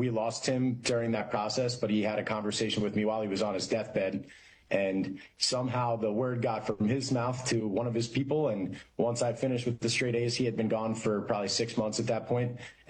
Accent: Malvern, Pennsylvania, United States; I am the youngest of two. We grew up in Malvern in Berwyn, Pennsylvania.

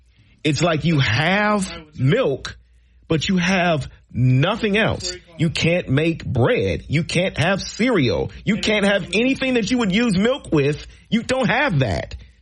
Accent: Detroit, Michigan, United States; growing up in Detroit

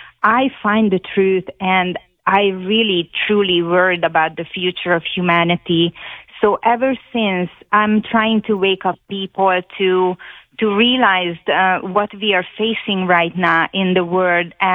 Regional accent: Hungary; I was born and raised in Hungary. And when I came on a vacation here in 1999

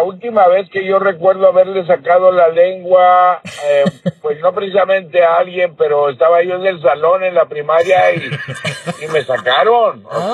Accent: Pachuca, Hidalgo, Mexico; ahí en Pachuca, mi tierra

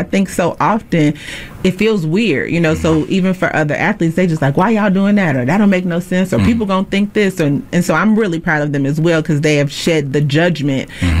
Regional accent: Chicago, Illinois, United States; I'm from Chicago.

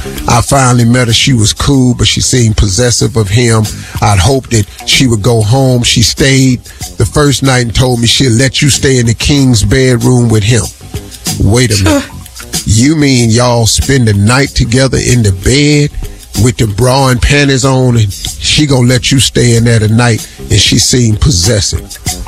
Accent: Welch, West Virginia, United States; born or raised there

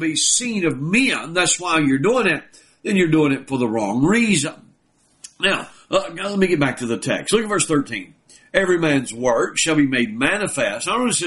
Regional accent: United States; I am an American citizen

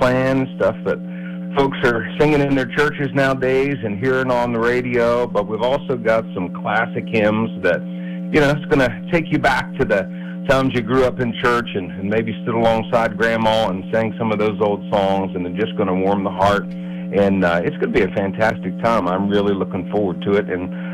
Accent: Fairmont, West Virginia, United States; Well, I grew up in West Virginia, mainly around the Fairmont, Marion County area.

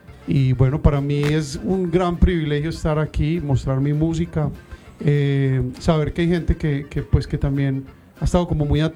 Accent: Colombia; born there; moved away; also born or lived in United States / Texas; Yo soy nacido aquí en Estados Unidos, okay, pero me llevaron muy pequeño a Colombia. Okay. Entonces he estado como viniendo mucho a Estados Unidos, donde viví un tiempo aquí en Texas, donde me formé musicalmente.

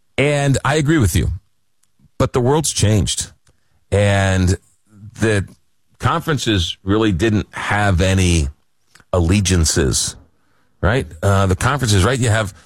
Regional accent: New York, United States; I grew up in New York as a Met fan, and I know there's, you know, the Rangers Islanders rivalry

